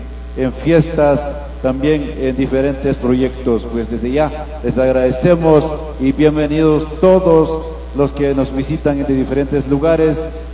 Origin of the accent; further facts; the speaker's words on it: Chivarreto, Totonicapán, Guatemala; recorrimos todos los rincones de nuestra aldea Chivarreto